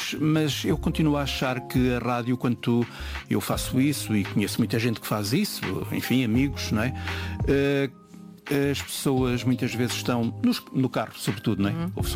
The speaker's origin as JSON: {"language": "Portuguese", "town": "Pinhal Novo", "region": "Setúbal", "country": "Portugal", "tie": "born or raised there", "said": "da minha terra, do Pinhal Novo"}